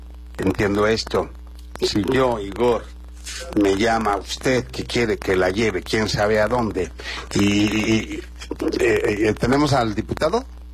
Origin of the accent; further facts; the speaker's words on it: Guerrero, Mexico; somos guerrerenses.